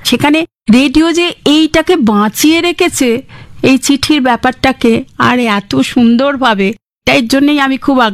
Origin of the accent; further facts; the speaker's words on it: Chandannagar, West Bengal, India; also born or lived in Guwahati; হ্যাঁ, শৈশব, পড়াশোনা। মাঝে একবার বাবা গুয়াহাটিতে বদলি হয়েছিলেন, তখন এক বছর গুয়াহাটিতে পড়াশোনা করেছি, আর আসানসোলে এক বছর চাকরি করেছি।